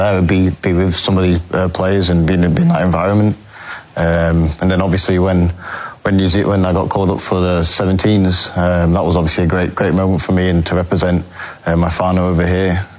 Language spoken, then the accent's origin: English; England, United Kingdom; Growing up in England, there was no one that really looked like me in school or in my team.